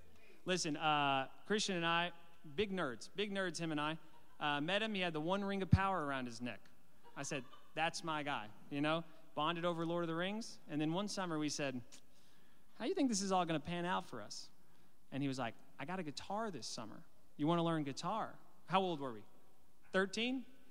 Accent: Corryton, Tennessee, United States; I'm from Corrington, you know? And I'm saying it right. I know I am. Corrington. All right. I grew up on Rifle Range Road.

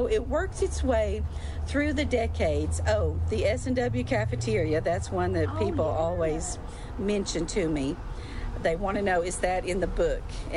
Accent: Greeneville, Tennessee, United States; now in Knoxville, United States; I grew up in Greenville, Tennessee, Greene County. That's very near here. It's only about an hour and a half northeast of Knoxville. And I lived on a farm growing up.

